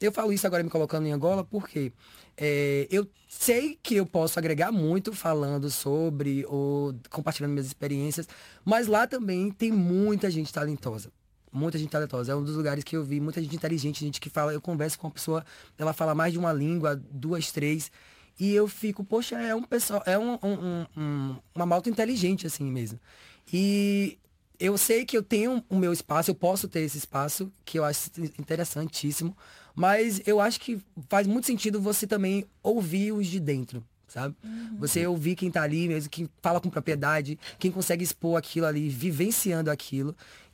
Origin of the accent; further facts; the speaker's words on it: Salvador, Bahia, Brazil; also born or lived in Simões Filho; Eu sou Simões Filhense, que é... Eu nasci em Simões Filho, que é uma região metropolitana de Salvador. Mas minha família sempre morou em Salvador.